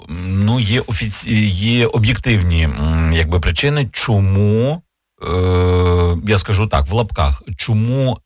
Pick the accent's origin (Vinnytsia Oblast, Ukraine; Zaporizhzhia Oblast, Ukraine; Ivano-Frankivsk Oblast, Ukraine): Vinnytsia Oblast, Ukraine; Vinnytsia; born or raised there